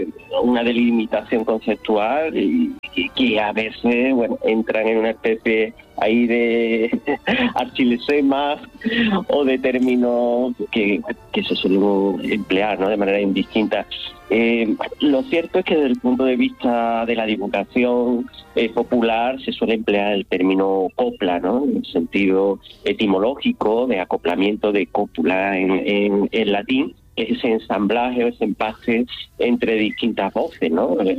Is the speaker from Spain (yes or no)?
yes; Andalusia, Spain; en nuestra tierra, ¿no?, en Andalucía.